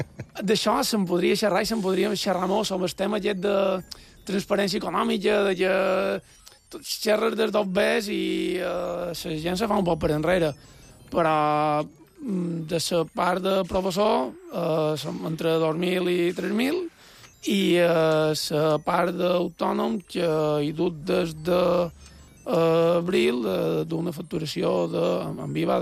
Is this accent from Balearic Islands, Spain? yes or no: yes; Felanitx, Balearic Islands, Spain; Som de Felanitx, en concret de Port del Colom. Jo vivia allà. Som de la mà. M'agrada moltíssim la mà, moltíssim. I som de 1988. Som mil·lennial.